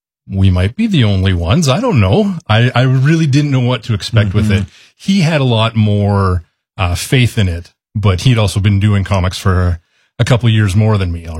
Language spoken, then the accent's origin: English; Humboldt, Saskatchewan, Canada; now in Regina, Canada; Being that it's set in my hometown of Humboldt, representation, familiar landmarks, the Broncos, stuff like that shows up in there.